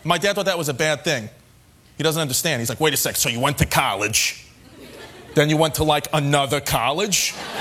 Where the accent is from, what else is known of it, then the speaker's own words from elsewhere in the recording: New York City, New York, United States; I'm from Brooklyn.